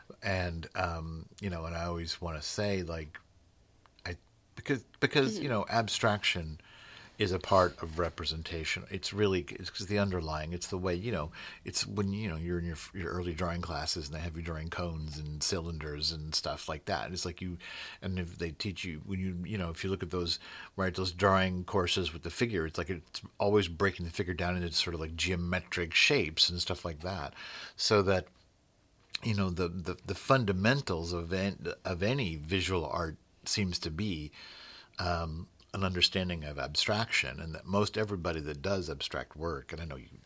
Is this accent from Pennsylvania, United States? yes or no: no; Louisville, Kentucky, United States; I'm born here, right, you know. And you think when you're born in a place – you know, I'm always amazed how little I know about my hometown